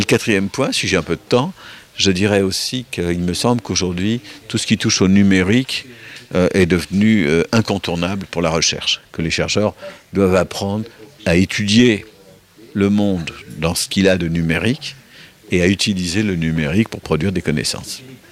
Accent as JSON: {"language": "French", "country": "France", "said": "nous autres Français, peut-être plus que d'autres, avons l'habitude de réfléchir en tant que Français"}